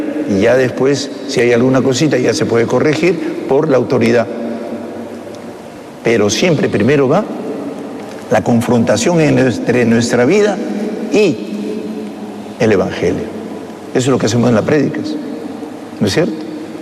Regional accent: Peru; como todos éramos católicos en esa época, en su mayoría del Perú

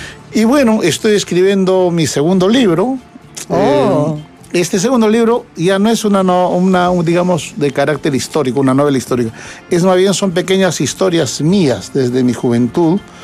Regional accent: Coracora, Ayacucho, Peru; moved away; Estuve en Coracora en las fiestas agostinas de la fiesta de la Mamacha de las Nieves. Yo siempre voy a mi tierra.

